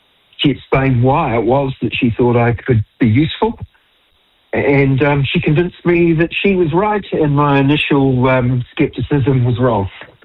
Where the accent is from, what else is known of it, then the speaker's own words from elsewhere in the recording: Auckland, New Zealand; moved away as an adult; also born or lived in Wellington; I was born in Auckland, went to school in Auckland, but I moved down here when I was 19.